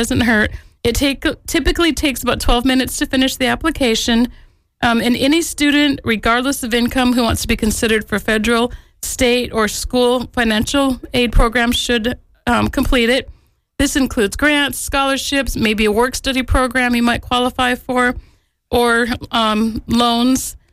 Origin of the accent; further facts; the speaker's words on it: Wisconsin, United States; moved away as an adult; also born or lived in New Mexico; now in North Carolina, United States; I grew up in Wisconsin. I lived in New Mexico for a while, but I've been out here for 22 years, So this is home.